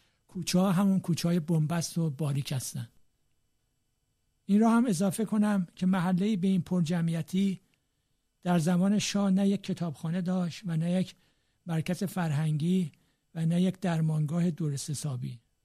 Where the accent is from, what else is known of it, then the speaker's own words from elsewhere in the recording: Tehran, Tehran Province, Iran; جوادیه، محله‌ای که من در آن بزرگ شدم